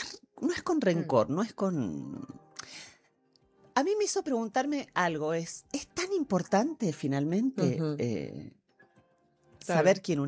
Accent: Argentina; hago psicoanálisis como buena argentina hace ya muchos años

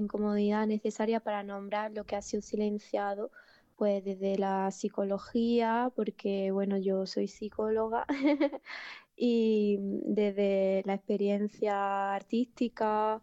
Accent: Granada, Andalusia, Spain; soy de ahí de Granada, capital de, bueno, de un pueblito de por ahí.

